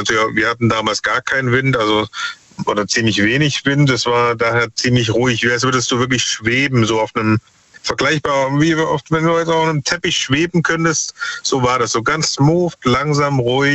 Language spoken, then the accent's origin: German; Dresden, Saxony, Germany; born or raised there; now in Stuttgart, Germany